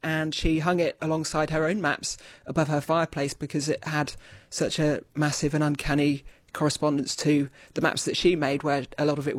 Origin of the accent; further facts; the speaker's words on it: Leicester, East Midlands, United Kingdom; So I'm from Leicester, which is a landlocked county right in the middle of England.